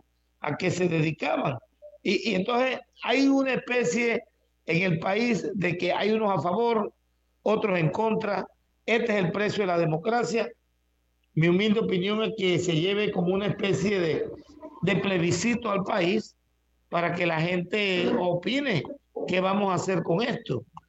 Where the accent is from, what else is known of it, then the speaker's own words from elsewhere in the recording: Panama; soy pueblo panameño.